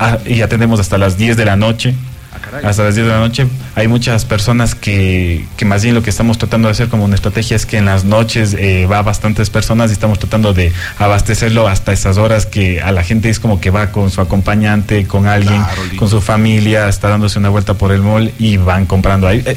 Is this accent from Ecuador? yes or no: yes; Cuenca, Azuay, Ecuador; Somos cuencanos, la verdad.